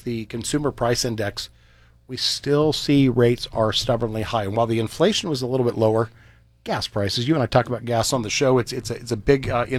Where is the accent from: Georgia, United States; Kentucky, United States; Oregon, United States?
Oregon, United States; Roy and I grew up in Southern Oregon.